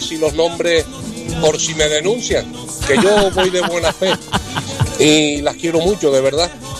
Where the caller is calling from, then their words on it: Los Llanos de Aridane, Canary Islands, Spain; de La Palma, en concreto de los Llanos de Aridane.